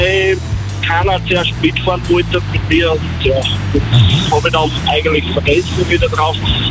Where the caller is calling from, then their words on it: Graz, Styria, Austria